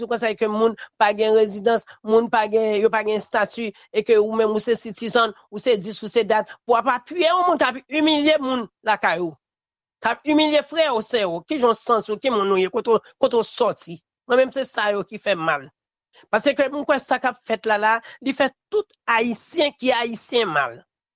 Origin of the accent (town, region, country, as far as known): Haiti